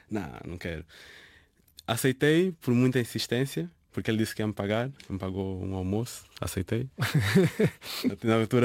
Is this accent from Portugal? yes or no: no; Luanda, Angola; cresci num bairro um pouco muito, muito pobre, que é o bairro Prenda.